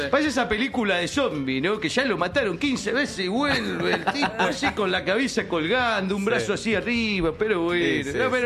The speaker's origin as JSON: {"language": "Spanish", "country": "Uruguay", "said": "El uruguayo entiende que el que no está, no está. Como el indio solar y como buen uruguayo."}